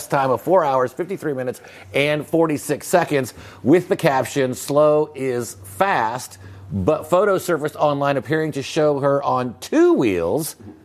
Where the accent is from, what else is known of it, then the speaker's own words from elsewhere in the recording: Texas, United States; Cheryl will let me know if I can do it or not, as a Texan.